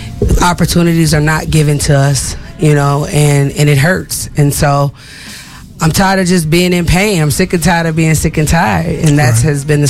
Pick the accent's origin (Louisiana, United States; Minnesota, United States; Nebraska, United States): Minnesota, United States; St. Paul; So I grew up right here in St. Paul